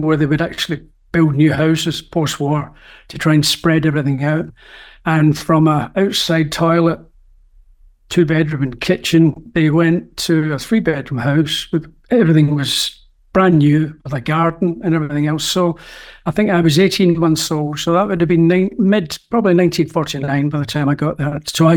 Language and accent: English; Glasgow, Scotland, United Kingdom; I would say that because that's my hometown.